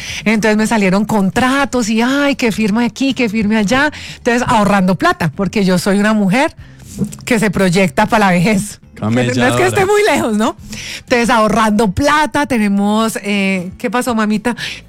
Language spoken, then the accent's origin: Spanish; Popayán, Cauca, Colombia; born there; also born or lived in Paris, France; now in Bogotá, Colombia; Mira, yo crecí en Popayán, Cauca.